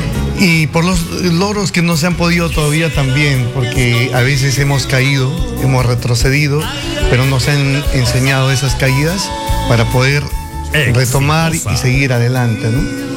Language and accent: Spanish; Peru